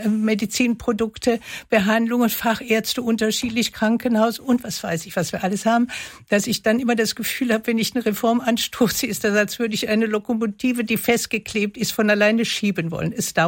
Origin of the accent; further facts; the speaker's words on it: Rhineland, Germany; accent: Rhineland; dass man natürlich hört, dass ich aus dem Rheinland komme.